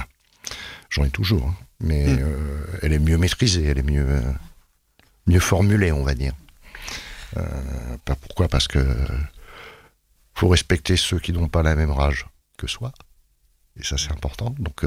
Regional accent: France; regardez chez nous en France

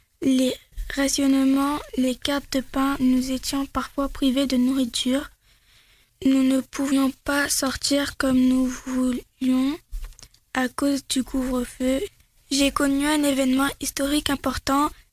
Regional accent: Lévignan, France; Je suis née à Lévignan. J'ai grandi à Lévignan.

